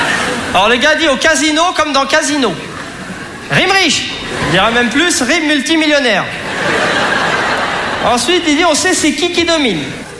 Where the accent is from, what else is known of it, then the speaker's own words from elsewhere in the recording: Saint-Denis, Île-de-France, France; Moi, je vous dis, moi, le rap, je connais, je viens de Saint-Denis, franchement.